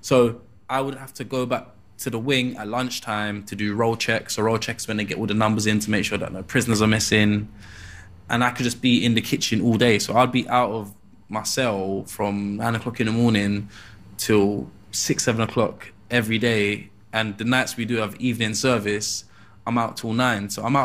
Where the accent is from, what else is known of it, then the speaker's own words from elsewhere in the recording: Peckham, London, United Kingdom; but growing up in Peckham, people weren't for my demographic weren't really putting out YouTube videos